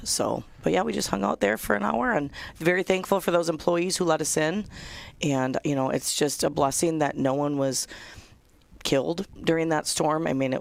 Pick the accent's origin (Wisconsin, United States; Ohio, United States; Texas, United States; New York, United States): Wisconsin, United States; So we're from Wisconsin, like we just talked about, but we are very involved with Cajun cooking and Louisiana gator and crawfish.